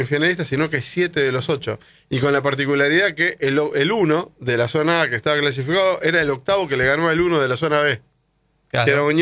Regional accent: Buenos Aires, Argentina; Es Buenos Aires, pero para nosotros, para ellos, nosotros somos los porteños.

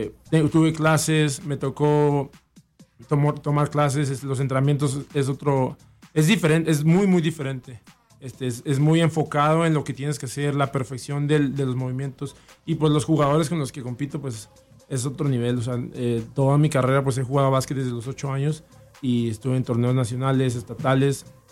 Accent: Camargo, Chihuahua, Mexico; also born or lived in Juárez / Lacey, Washington; Soy jugador de básquetbol. Soy un chihuahuense. Nacido en Juárez, criado en Camargo.

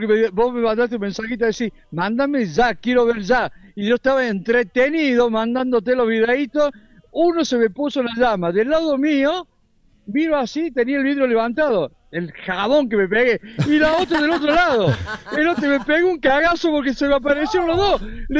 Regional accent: Córdoba, Argentina; lo tenemos los cordobeses, y ustedes seguramente, si se da una vueltita, vos que sos cordobés, venite

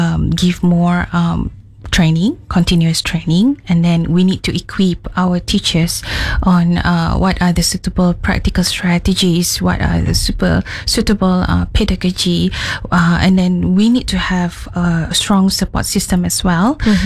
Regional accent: Sarawak, Malaysia; they ask me, where are you from? I said, oh, I'm from Sarawak.

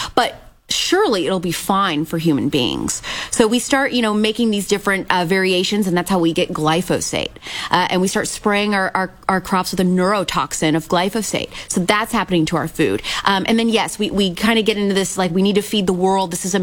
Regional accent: Midwest, United States; I'm from the Midwest.

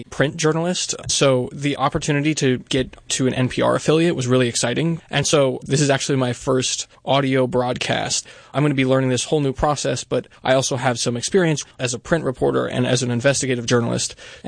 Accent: Ithaca, New York, United States; now in Syracuse, United States; I'm from upstate New York originally. I'm from Ithaca.

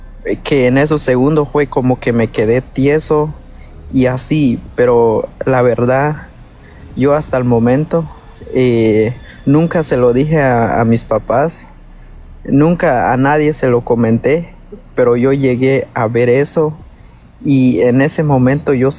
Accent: Guatemala; y ya ve que en mi país, Guatemala, a veces llovía y empezaba los truenos y el relámpago y todo eso.

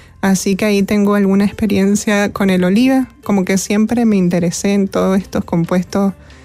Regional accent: Mendoza, Argentina; moved away as an adult; now in Chile; yo justamente soy de Mendoza

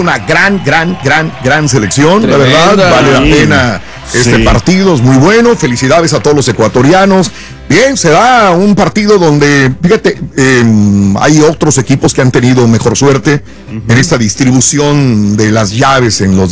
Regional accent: Mexico; Yo soy mexicano.

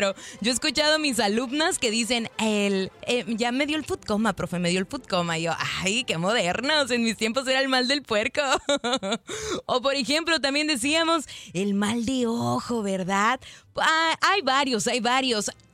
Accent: Mexico; ¿cómo somos los mexicanos de creativos?

